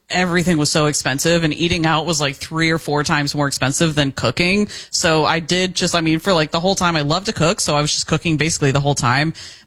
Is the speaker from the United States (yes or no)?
yes; United States; I don't. I definitely don't. So, I'm all American.